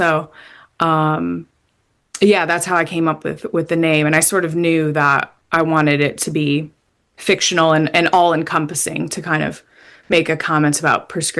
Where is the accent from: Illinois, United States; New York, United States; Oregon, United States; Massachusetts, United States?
Illinois, United States; born or raised there